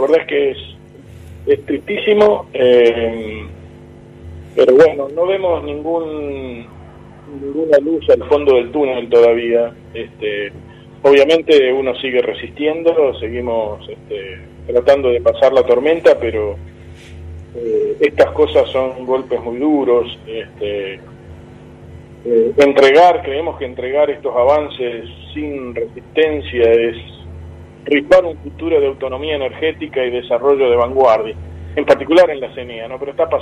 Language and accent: Spanish; Argentina; hemos ganado como los argentinos